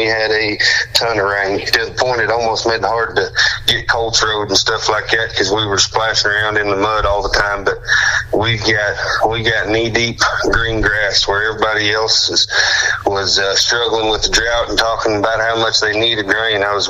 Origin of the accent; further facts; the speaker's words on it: Oklahoma, United States; also born or lived in Arkansas / Missouri; I was born in Arkansas, lived in southwest Missouri here for part of my childhood, and then I kind of claim Oklahoma. I spent my high school and college years in Oklahoma.